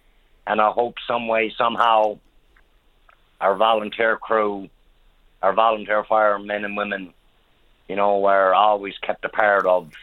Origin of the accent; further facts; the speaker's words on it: Big Pond, Nova Scotia, Canada; I grew up in Babel's Big Pond, and that place could be a disaster in the wintertime